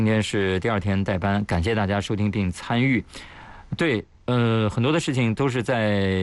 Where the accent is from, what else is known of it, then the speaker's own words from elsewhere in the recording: Shanxi, China; 因为我是山西人啊